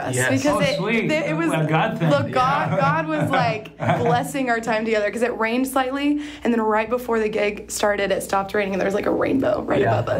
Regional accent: Wichita, Kansas, United States; I'm from Wichita, Kansas.

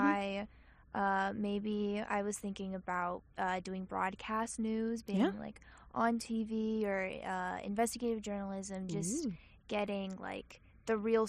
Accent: Grapevine, Texas, United States; I'm from Grapevine, Texas, so it's right in the middle between Dallas and Fort Worth.

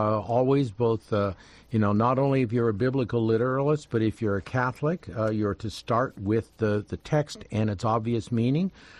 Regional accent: Saskatchewan, Canada; I'm from Saskatchewan, and in the northern part of Saskatchewan, north of Saskatoon, a lot of lightning strikes.

